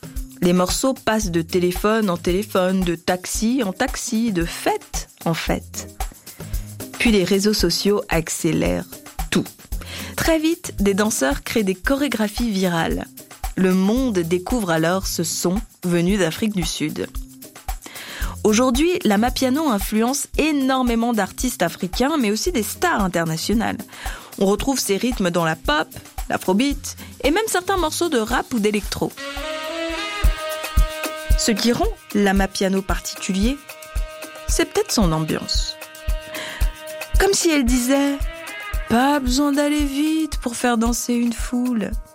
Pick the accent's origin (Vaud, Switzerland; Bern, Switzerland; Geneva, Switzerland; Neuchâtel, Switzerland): Geneva, Switzerland; moi, en tant que genevoise, en tant que suissesse